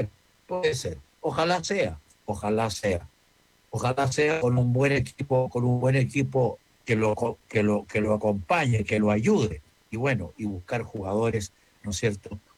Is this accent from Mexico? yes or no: no; Portezuelo, Ñuble, Chile; sigo siendo hincha de Ñublense, mi tierra. Portezuelo, mi tierra.